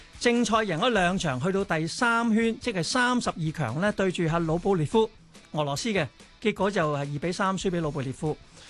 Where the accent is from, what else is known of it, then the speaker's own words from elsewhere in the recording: Hong Kong; 我哋香港人都有咁大力量咧